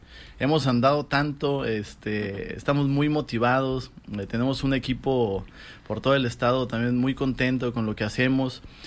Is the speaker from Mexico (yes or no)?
yes; Guerrero, Mexico; yo soy de Guerrero, del municipio de Guerrero.